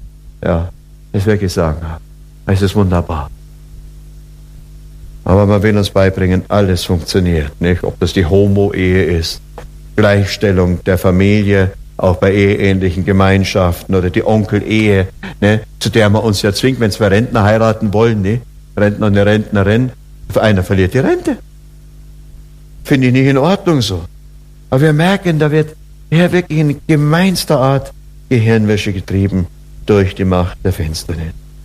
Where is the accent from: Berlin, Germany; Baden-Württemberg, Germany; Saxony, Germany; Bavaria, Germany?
Bavaria, Germany; Oberammergau; born or raised there